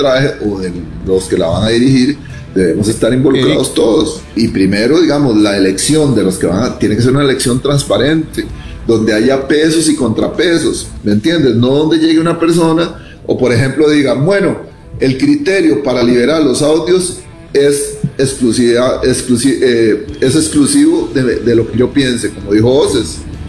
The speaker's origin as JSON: {"language": "Spanish", "country": "Costa Rica", "said": "porque nosotros somos costarricenses, tenemos un compromiso, tenemos un prestigio que cuidar como exárbitros."}